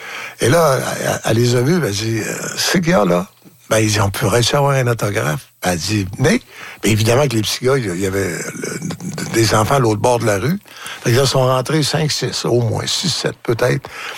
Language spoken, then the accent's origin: French; Falardeau, Quebec, Canada; Encore là, je dis, c'est fou à dire, mais je viens de Falardeau.